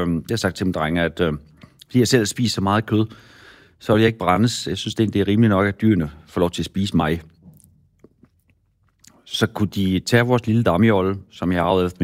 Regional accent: Central Denmark Region, Denmark; Så fordi jeg er vokset op i Midtjylland, og kun har haft engelsk i 3 år, så er mit engelsk jo så skole dansk.

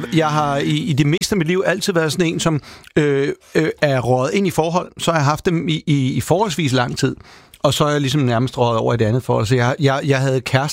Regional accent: Albertslund, Capital Region of Denmark, Denmark; Jeg kommer fra Albertslund

